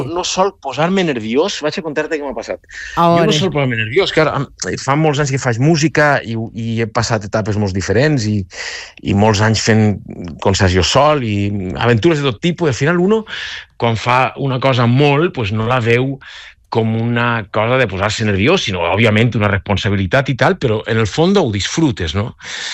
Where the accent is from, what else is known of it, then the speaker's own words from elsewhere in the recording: Altea, Valencian Community, Spain; Jo soc nascut al TEA i soc al TEA